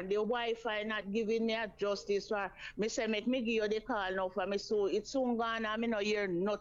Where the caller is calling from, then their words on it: Kingston, Jamaica; And I'm calling from Arborview in Kingston 17.